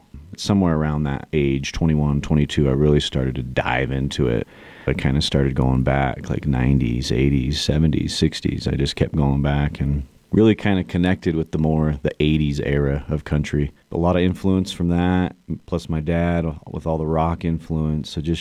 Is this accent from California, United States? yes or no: no; Sandy, Utah, United States; also born or lived in Tennessee; I'm from Sandy, Utah.